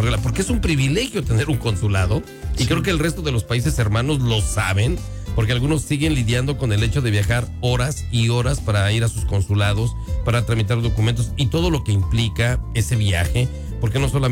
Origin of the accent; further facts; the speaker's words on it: Mexico; al igual que nosotros como mexicanos, que son esenciales para nosotros